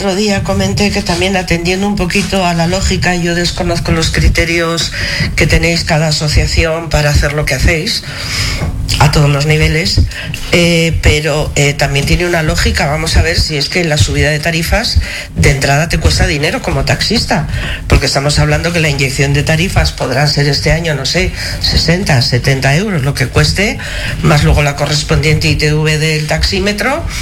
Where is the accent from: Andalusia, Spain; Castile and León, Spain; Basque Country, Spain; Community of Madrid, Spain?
Community of Madrid, Spain; Madrid; yo vivía en la calle Ortega y Gasset 45.